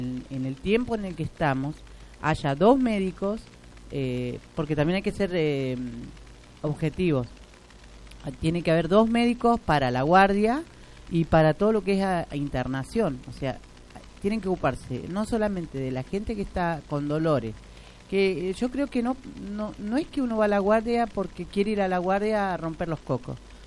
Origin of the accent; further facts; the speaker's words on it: Junín de los Andes, Neuquén, Argentina; como juninense que soy, nacida y criada acá en Junín de los Andes